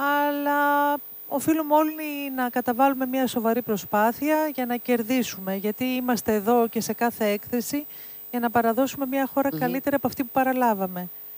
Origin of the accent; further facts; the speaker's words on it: Thessaloniki, Central Macedonia, Greece; moved away; Απλά είμαστε καταγωγή από τη Μικρά Ασία, είμαι Θεσσαλονικιά